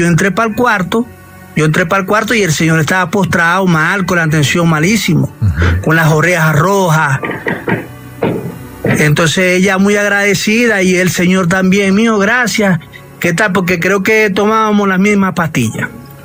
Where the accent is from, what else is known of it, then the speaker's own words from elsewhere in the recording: Maracaibo, Zulia, Venezuela; now in Soacha, Colombia; Hermano, estoy aquí en Ciudad Verde, en Soacha, pero soy de Maracaibo, Estado Zulia, Venezuela.